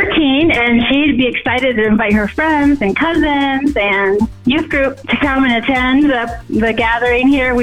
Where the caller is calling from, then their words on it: Jackson, Michigan, United States; I'm calling from Jackson, Michigan.